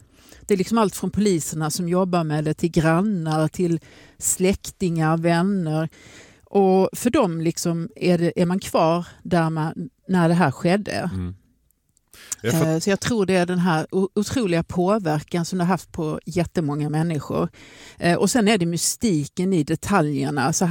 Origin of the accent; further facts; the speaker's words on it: Lund, Skåne, Sweden; also born or lived in Österlen; Jag kommer från Lund från början, men vi var otroligt mycket på Österlen och nu idag har jag tagit över huset.